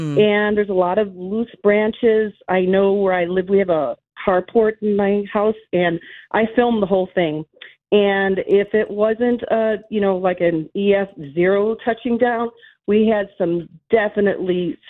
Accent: Chicago, Illinois, United States; So, okay, this is, I grew up in Logan Square.

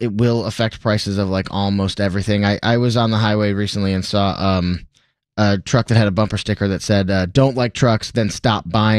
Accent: Detroit, Michigan, United States; Yeah, I feel like for me, growing up in, suburban Detroit

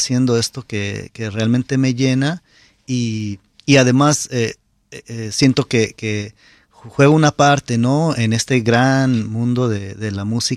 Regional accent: San Luis Potosí, Mexico; Igual cuando creciendo en San Luis Potosí, también mi papá tuvo la oportunidad de presentar a varios grupos, ¿no?

